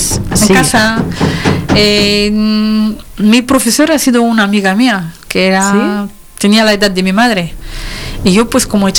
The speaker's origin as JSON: {"language": "Spanish", "country": "Bulgaria", "moved": "as an adult", "lives_now": "Quintana del Puente, Spain"}